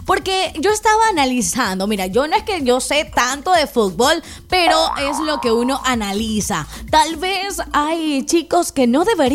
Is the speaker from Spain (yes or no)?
no; Ecuador; Los ecuatorianos podemos estar muy enojados y todos, pero bueno, somos ecuatorianos